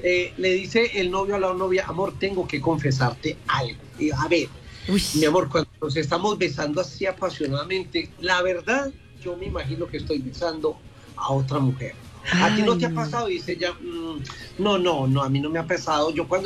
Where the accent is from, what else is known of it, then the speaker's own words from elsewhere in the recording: Antioquia, Colombia; Caramanchuma, que es mi pueblo.